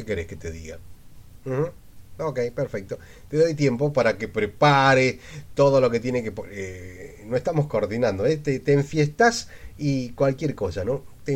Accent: Argentina; somos argentinos

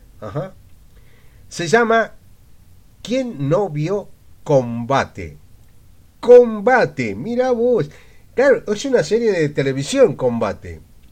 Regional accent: Argentina; somos argentinos

